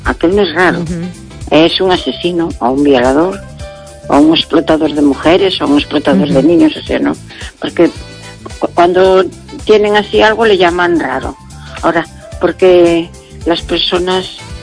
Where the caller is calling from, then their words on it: Pontevedra, Galicia, Spain; Buenas noches … de Pontevedra.